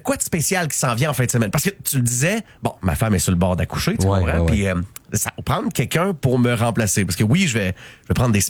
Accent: Quebec, Canada; born there; Hey, moi, là, je suis né en Beauce

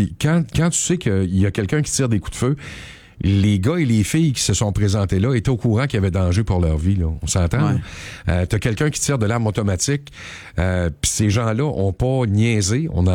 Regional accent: Quebec, Canada; Puis c'est chez nous au Québec

